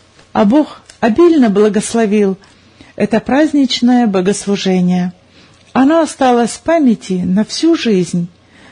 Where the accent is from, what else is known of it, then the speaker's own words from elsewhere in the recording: Russia; born there; Родился я в России.